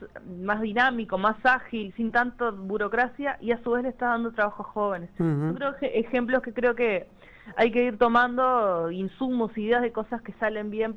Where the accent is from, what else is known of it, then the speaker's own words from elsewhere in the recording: Fray Bentos, Río Negro, Uruguay; yo soy de Fray Bentos, entonces lo tengo el interior presente